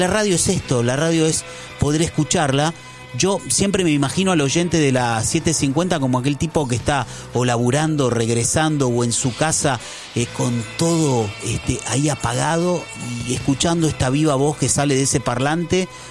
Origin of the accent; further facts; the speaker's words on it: Argentina; nosotros como argentinos